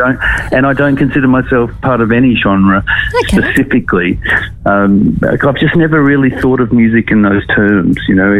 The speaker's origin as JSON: {"language": "English", "town": "Brisbane", "region": "Queensland", "country": "Australia", "tie": "born or raised there", "said": "I grew up in Brisbane."}